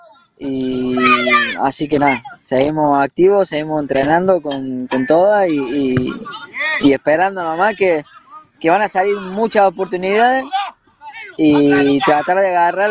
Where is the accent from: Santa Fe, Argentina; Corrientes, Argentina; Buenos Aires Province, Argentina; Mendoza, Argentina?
Mendoza, Argentina; now in Spain; hay otro argentino, otro mendocino